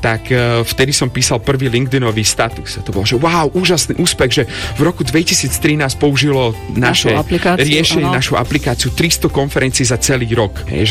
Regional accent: Bratislava, Bratislava Region, Slovakia; moved away as an adult; ja som rodený Bratislavčan a ďakujem veľmi pekne za pozvanie.

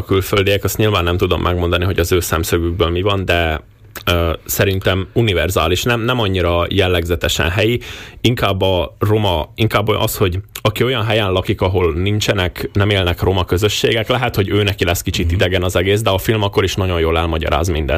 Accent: Slovakia; szlovákiai magyarként ilyen produkciókban részt veszünk

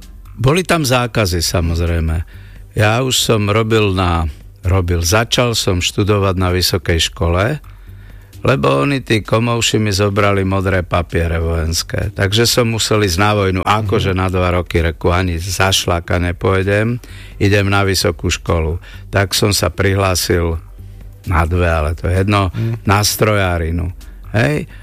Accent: Pezinok, Bratislava Region, Slovakia; ja som z Pezinka.

